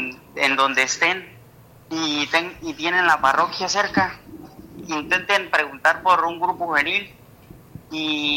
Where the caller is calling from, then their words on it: Villa del Rosario, Norte de Santander, Colombia; Yo vivo en Villa Rosario